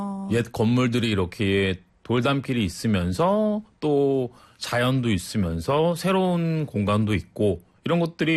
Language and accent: Korean; Ochang, North Chungcheong, South Korea; born there; moved away as an adult; also born or lived in Cheongju / Cheonan; now in Seoul, South Korea; 저는 원래 충북 오창에서 태어나서 또 청주랑 천안이랑 계속 왔다 갔다 하다가 20살쯤 해가지고 올라왔죠. 상경했죠.